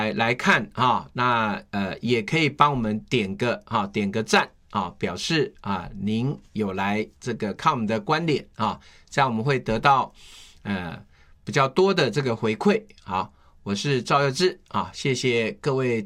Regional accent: Taiwan

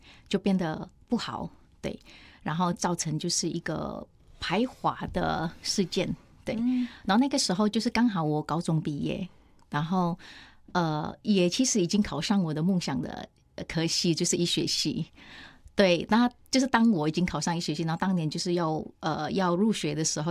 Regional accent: Indonesia; Chinese is a second language; moved away as an adult; now in Taiwan; 到台湾，对，是整个一个政治动荡当中的一个情况下、对，离开我的家乡对印尼

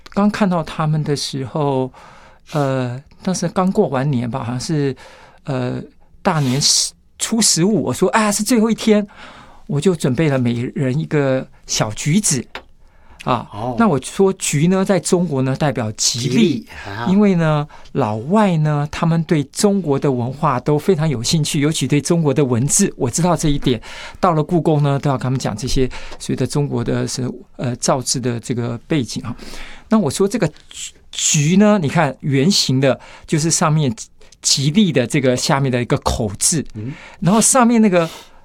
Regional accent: Taiwan; 也代表我们台湾人的文化

